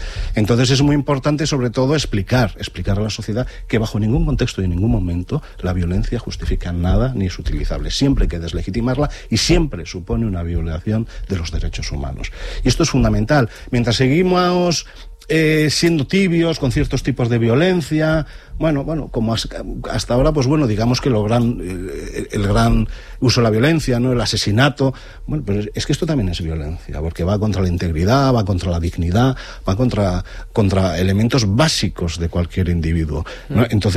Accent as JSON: {"language": "Spanish", "region": "Basque Country", "country": "Spain"}